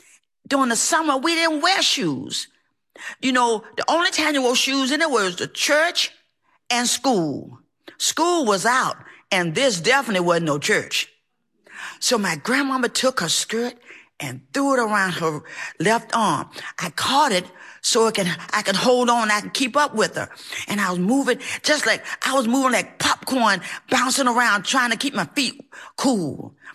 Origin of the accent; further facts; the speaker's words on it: the South, United States; I'm from the South.